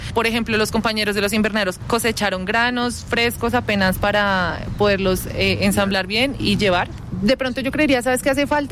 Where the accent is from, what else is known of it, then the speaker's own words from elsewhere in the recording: Colombia; Todos somos colombianos, todos somos hermanos de este territorio.